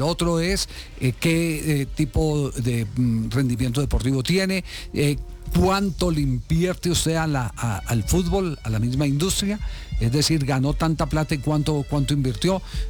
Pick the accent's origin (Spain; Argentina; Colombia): Colombia; Manizales, Caldas; el equipo de mi tierra, el Once Caldas de la ciudad de Manizales.